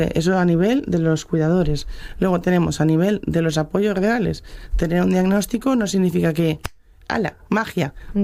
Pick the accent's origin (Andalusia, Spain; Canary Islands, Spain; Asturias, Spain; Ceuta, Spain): Asturias, Spain; Navia; Yo vengo de Navia.